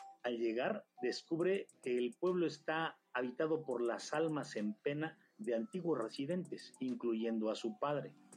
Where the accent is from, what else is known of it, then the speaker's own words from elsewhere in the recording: Mexico; nosotros, los mexicanos, les hablamos a los muertos.